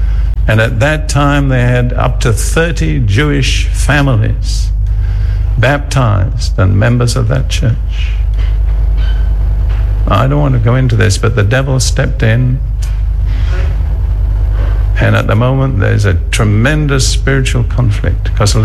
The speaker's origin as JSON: {"language": "English", "country": "United Kingdom", "said": "Now, I am as British as anybody here. There's no one here more British than I am."}